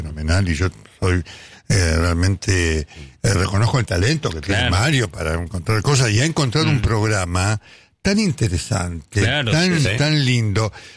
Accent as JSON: {"language": "Spanish", "town": "San Lorenzo", "region": "Santa Fe", "country": "Argentina", "tie": "born there", "said": "Quiero que se llame San Lorenzo porque yo nací en San Lorenzo."}